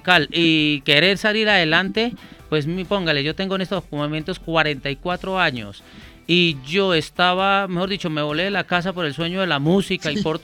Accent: Huila, Colombia; moved away; en mi tierra... Huilense

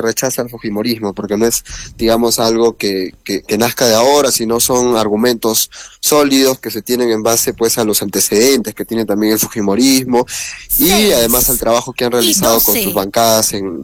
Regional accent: Arequipa, Peru; creemos que como arequipeños

